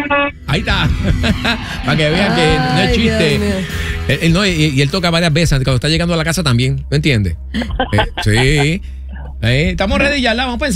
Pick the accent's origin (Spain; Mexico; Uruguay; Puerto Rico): Puerto Rico; Ponce; now in Tampa, United States; de allá de mi pueblo, de Ponce, Puerto Rico